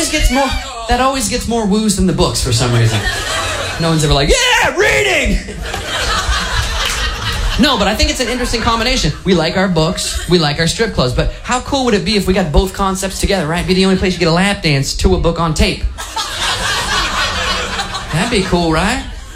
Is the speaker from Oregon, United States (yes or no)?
yes; Portland, Oregon, United States; I grew up in Portland, Oregon. It's an interesting city.